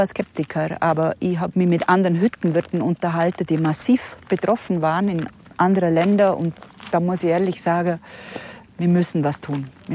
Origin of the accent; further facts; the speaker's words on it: Bavaria, Germany; Wo ich angefangen habe, 2023, war das Thema bei uns im Allgäu kaum.